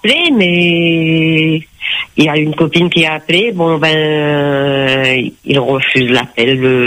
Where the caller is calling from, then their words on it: Le Tampon, Réunion; à Trois-Mâts.